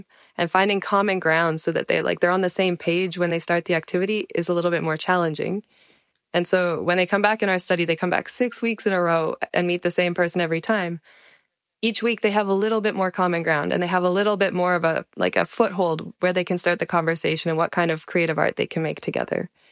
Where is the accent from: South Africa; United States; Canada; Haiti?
Canada; And I said, "Hi … I'm from Canada."